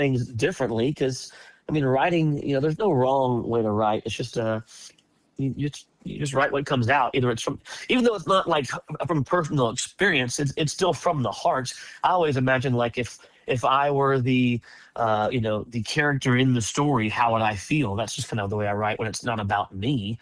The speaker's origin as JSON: {"language": "English", "town": "Leander", "region": "Texas", "country": "United States", "tie": "born or raised there", "said": "I grew up in Leander, just, you know, east of you guys, so I'm not far from y'all. And went to Leander High School, just like my parents did."}